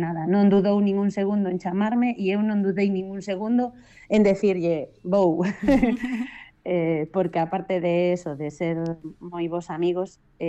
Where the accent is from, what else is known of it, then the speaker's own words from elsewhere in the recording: Santiago de Compostela, Galicia, Spain; now in Redondela, Spain; aquí onde vivo agora, en Redondela, porque eu son de Compostela, pero fai 19 anos que estou vivindo en Redondela